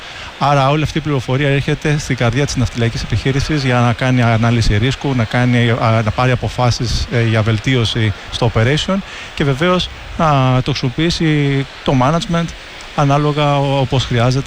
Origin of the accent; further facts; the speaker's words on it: Athens, Attica, Greece; Είμαι μισό Ισπανός. Είμαι Έλληνας από Αθήνα και μητέρα από Σεβίλη.